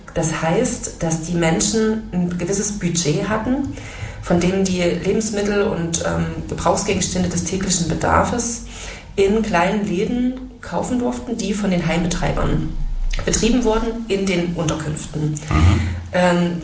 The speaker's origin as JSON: {"language": "German", "town": "Borna", "region": "Saxony", "country": "Germany", "said": "Ja, also ich komme ja selber aus Borna"}